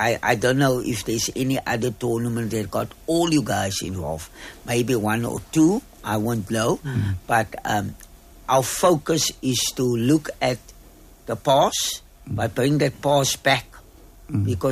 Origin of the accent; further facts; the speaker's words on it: Atlantis, Western Cape, South Africa; Okay, firstly, I grew up in Atlantis.